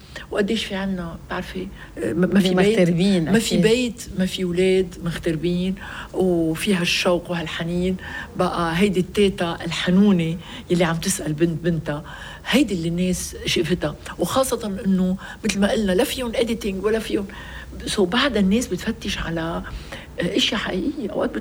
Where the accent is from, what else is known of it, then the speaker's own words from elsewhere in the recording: Lebanon; أنا مواطنة لبنانية بتعشق بلدها، متجذرة فيه، ما قدرت بولا لحظة ولا مرحلة بحياتها إنها تتركه